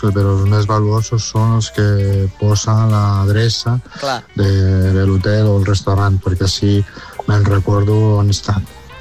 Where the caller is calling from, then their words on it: Olesa de Montserrat, Catalonia, Spain; d'Olesa de Montserrat.